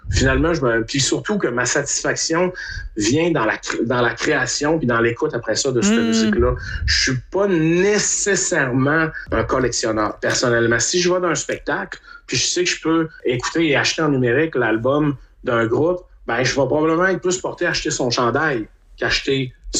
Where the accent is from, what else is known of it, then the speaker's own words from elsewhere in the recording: Quebec, Canada; first language French; ça ne doit pas être tout le monde qui va voir que je viens du Québec